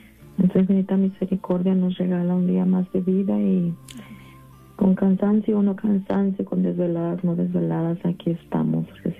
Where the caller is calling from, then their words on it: Riverside, California, United States; de Riverside, de la 1670.